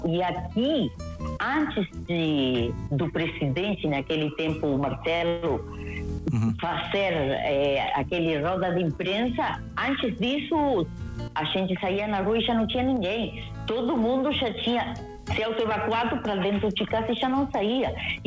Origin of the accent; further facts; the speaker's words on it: Rio Branco, Cerro Largo, Uruguay; also born or lived in Melo; eu nasci em Melo e vim para Rio Branco, que a família da minha mãe é daí.